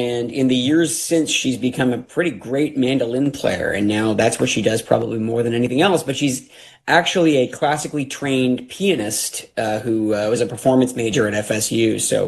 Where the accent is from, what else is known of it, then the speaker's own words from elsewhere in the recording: Ontario, Canada; moved away as an adult; now in Pennsylvania, United States; I'm originally from Canada, from outside of Toronto. And when I moved, or when I first came down to Pennsylvania